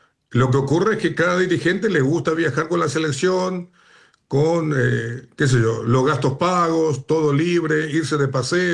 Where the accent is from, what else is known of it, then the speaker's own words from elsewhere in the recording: Paraguay; acá en mi país